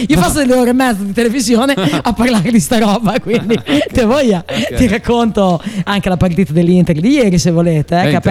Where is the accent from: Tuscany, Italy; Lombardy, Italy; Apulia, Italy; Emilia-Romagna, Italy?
Emilia-Romagna, Italy; Bologna; Sono bolognese di Piazza Zagrita.